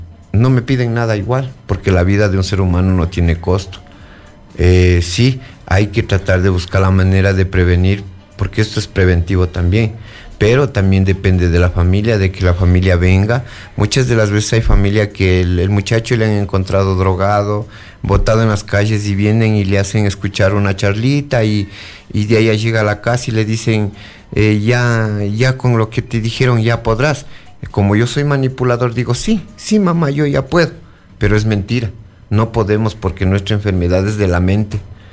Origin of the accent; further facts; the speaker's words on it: Bolívar, Ecuador; yo soy de la provincia de Bolívar, donde fabrican el pájaro azul.